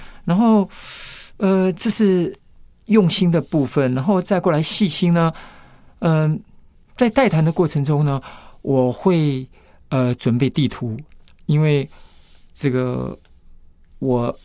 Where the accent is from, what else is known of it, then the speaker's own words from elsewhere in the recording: Taiwan; 这是一个小小的橘子，但是却代表我深深的心意，也代表我们台湾人的文化。